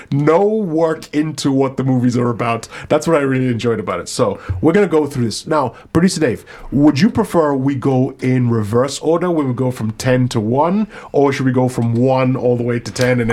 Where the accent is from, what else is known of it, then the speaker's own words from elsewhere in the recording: Nigeria; because I grew up in Nigeria, so all of those were banned movies, right?